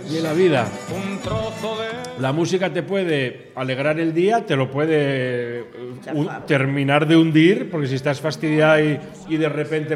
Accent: Vigo, Galicia, Spain; cuando vinimos de Vigo para acá, cuando llamaba, por ejemplo, a Maribel, que es una amiga de Vigo

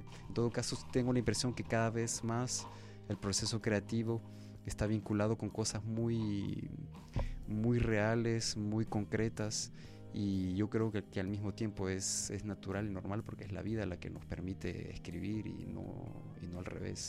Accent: Honduras; nos sigue afectando mucho como hondureños, esta idea de este sentimiento de inferioridad que sentimos, no solo como hondureños, sino también con nuestras culturas.

